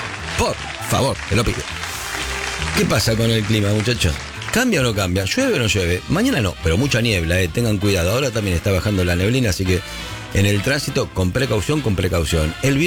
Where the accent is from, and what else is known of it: Balcarce, Buenos Aires Province, Argentina